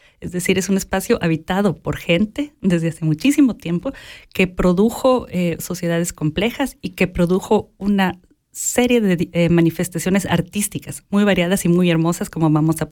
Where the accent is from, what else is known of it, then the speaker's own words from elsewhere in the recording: Ecuador; moved away as an adult; also born or lived in Quito; now in Switzerland; yo como ecuatoriana